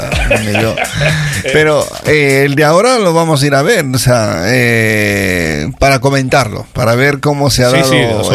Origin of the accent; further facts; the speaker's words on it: Ecuador; nosotros, como ecuatorianos